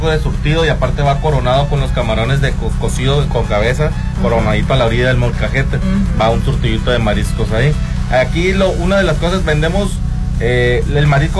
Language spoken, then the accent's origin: Spanish; Torreón, Coahuila, Mexico; now in Mazatlán, Mexico; Mi socio es de Torreón, yo soy de Torreón, pero ya vivimos aquí.